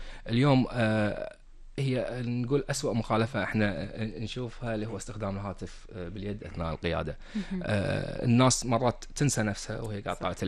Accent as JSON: {"language": "Arabic", "country": "Kuwait", "said": "عندنا بالكويت"}